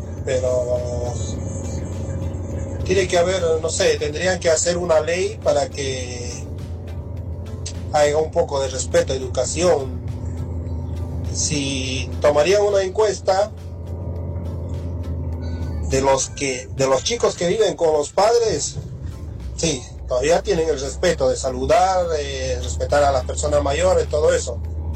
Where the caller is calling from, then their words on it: Lomas, Buenos Aires, Argentina; de Lomas.